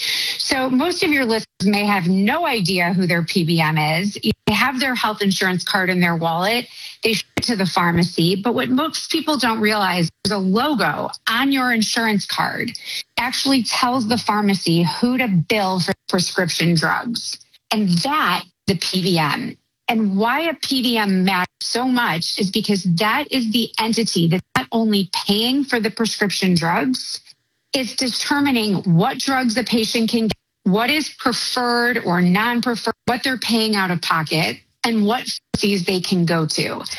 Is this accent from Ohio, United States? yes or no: no; Detroit, Michigan, United States; Well, I'm a princess from Detroit. I know you're in Cincinnati, but I got mad love for the Midwest.